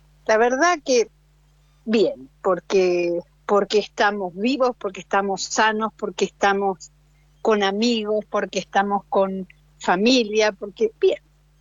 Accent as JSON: {"language": "Spanish", "town": "San Rafael", "region": "Mendoza", "country": "Argentina", "tie": "born or raised there", "also_born_or_lived": "La Rioja / Mar del Plata", "said": "Estuve también en Mar del Plata, porque tenía negocio, entonces nos fuimos a Mar del Plata. Después que hubo un temblor muy grande aquí en Mendoza, nos fuimos a Mar del Plata. Y bueno, después, con el tiempo, cuando mis hijas tenían adolescentes, 12, 13 años, me separé y volví a San Rafael y aquí estoy."}